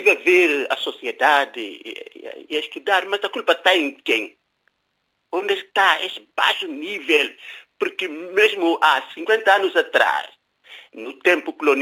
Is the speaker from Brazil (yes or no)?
no; Guinea-Bissau; Portuguese is a second language; E nós, da Guiné